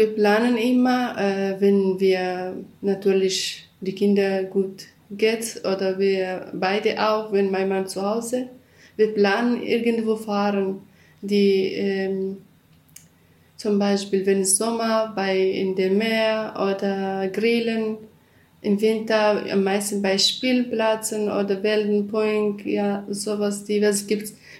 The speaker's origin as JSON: {"language": "German", "country": "Iraq", "second_language": "German", "moved": "as an adult", "lives_now": "Germany", "said": "sagt, ich bin Kurden, dann das nennt man, dass ich Araber bin oder so. Wegen des, man muss immer sagen, ich komme aus dem Nordirak."}